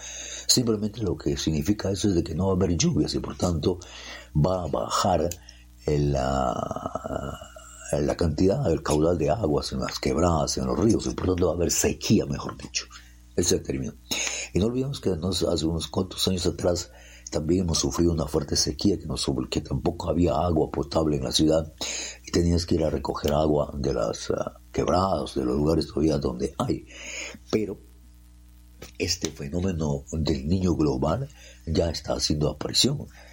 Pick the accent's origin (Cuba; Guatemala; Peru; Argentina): Peru; Si somos peruanos y amamos a nuestra patria